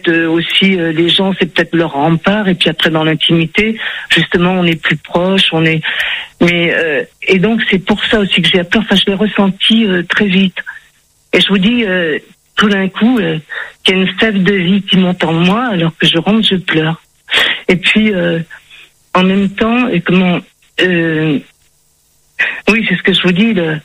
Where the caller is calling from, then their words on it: Nouvelle-Aquitaine, France; je suis de la Charente